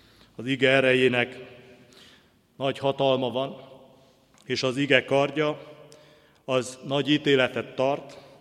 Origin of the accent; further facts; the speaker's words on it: Hungary; mint magyarok úgy őrizzük a monda világot